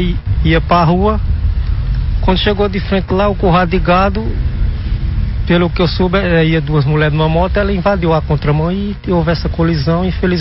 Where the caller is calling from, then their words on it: Jurema, Brazil; Nós somos lá do sítio Salubre de Jurema.